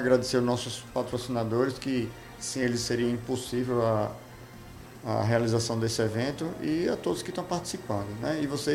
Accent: Maceió, Alagoas, Brazil; Eu nasci, sou natural de Maceió, né?

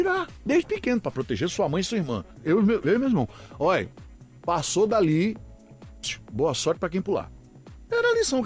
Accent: Palmares, Pernambuco, Brazil; moved away; eu fui criado dentro de sítio. Eu nasci em Palmares, mas eu fui pro Engenho Galo, sítio Galo, meu pai trabalhava cortando cana e minha mãe costureira.

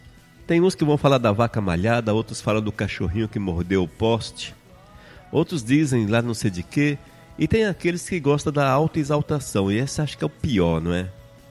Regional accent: Brazil; first language Portuguese; eu sou nativo do Brasil, nasci aqui, eu tenho formação superior, sou formado em teologia, e eu falo um português que só a misericórdia de Deus.

